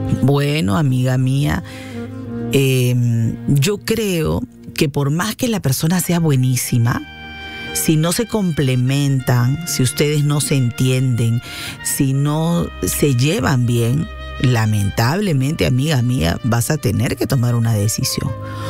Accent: Callao, Peru; yo soy del Callao

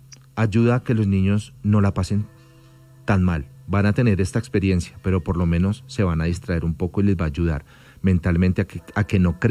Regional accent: Colombia

